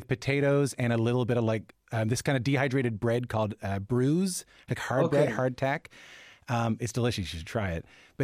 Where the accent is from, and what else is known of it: Newfoundland and Labrador, Canada